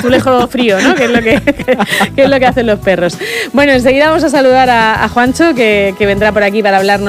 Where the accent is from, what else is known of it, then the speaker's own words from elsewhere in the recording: Region of Murcia, Spain; que somos murcianos